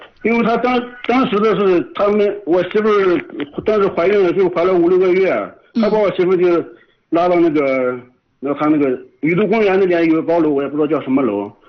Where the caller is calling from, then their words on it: Yuncheng, Shanxi, China; 我就是运城的，盐湖区的。